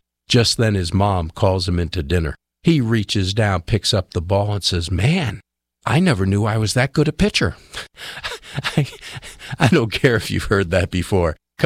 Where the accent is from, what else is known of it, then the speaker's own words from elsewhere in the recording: New England, United States; moved away; I am from New England.